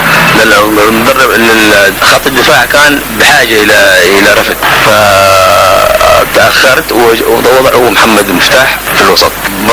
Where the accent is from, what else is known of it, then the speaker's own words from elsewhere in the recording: Ghayl Ba Wazir, Hadhramaut, Yemen; born there; من مواليد 1947، مواليد غيل بوزير،